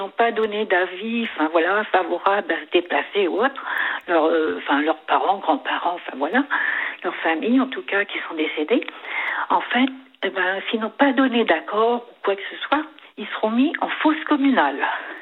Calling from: Brittany, France; Alors, moi je vous appelle, je suis originaire des Côtes d'Armor aussi

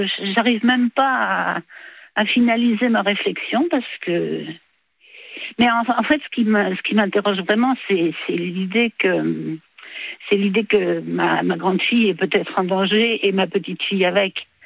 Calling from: Île-de-France, France; Non, je suis en Île-de-France, mais je veux pas trop le préciser

